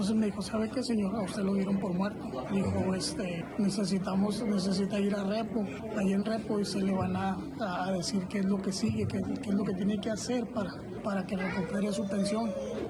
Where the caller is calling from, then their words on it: Ciudad Juárez, Chihuahua, Mexico; yo soy de aquí de Juárez